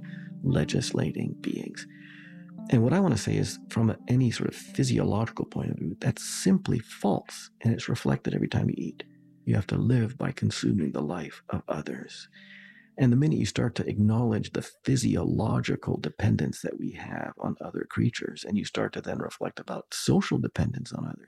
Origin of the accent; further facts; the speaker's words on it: Alberta, Canada; I grew up in Southern Alberta, and so the Rockies were my Western horizon, and it could be very windy